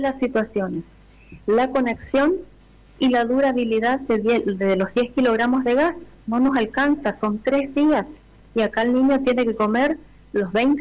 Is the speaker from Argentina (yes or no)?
yes; Argentina; si como ciudadano también, como ciudadano argentino.